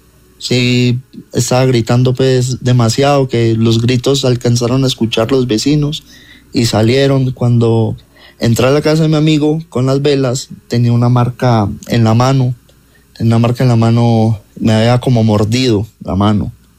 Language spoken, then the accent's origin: Spanish; Buenaventura, Valle del Cauca, Colombia; Pues yo soy de allá de Buenaventura y en Buenaventura se iba mucho la luz anteriormente, la energía.